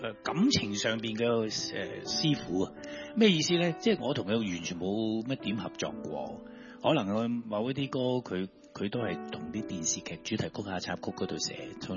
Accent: Guangdong, China; 但是他咁啱就是即是不是很入世我們廣東人啦

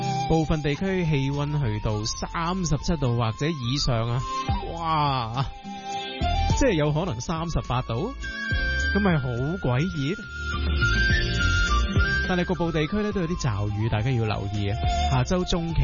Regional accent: Hong Kong; 多谢你带给我们香港人这么多这么有趣亦都有意思的作品

